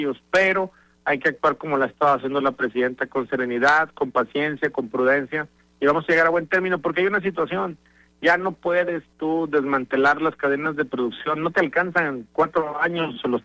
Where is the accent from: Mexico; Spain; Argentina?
Mexico; Somos mexicanas y mexicanos y tenemos la obligación de acompañar a nuestros connacionales en cualquier lugar del mundo.